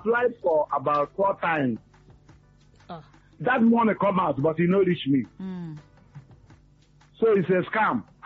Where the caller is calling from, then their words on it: Elebu, Nigeria; I'm calling from Elebu.